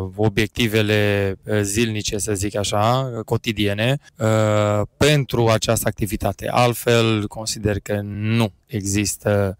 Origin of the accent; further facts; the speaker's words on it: Bihor County, Romania; Am început cu Bihorul, bineînțeles, pentru că de acolo provenim.